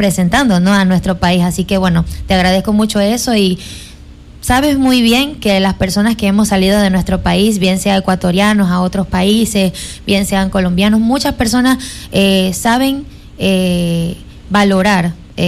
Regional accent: Venezuela; moved away as an adult; now in Ecuador; mi nacionalidad es venezolana. También soy orgullosamente venezolana

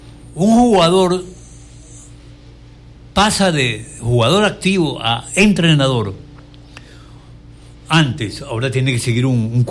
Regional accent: Quevedo, Los Ríos, Ecuador; Lo que pasa es que ellos son de aquí, de Guayaquil, y nosotros somos de Quevedo.

